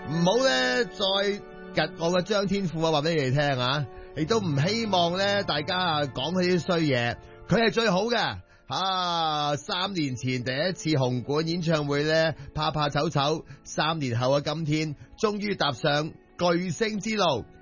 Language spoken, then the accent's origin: Cantonese; Hong Kong; 大家要支持我哋香港人拍嘅電影啊